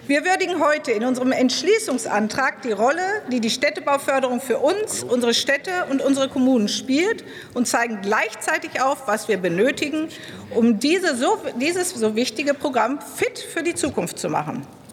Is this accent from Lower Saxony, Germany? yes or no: no; Herdecke, North Rhine-Westphalia, Germany; bis hin zu 25 Jahren praktischer Verantwortung als Baudezernentin und Bürgermeisterin meiner Heimatstadt Herdecke.